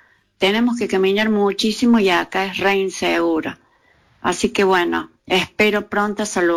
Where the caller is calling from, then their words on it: Córdoba, Argentina; de José Ignacio Díaz, tercera sección.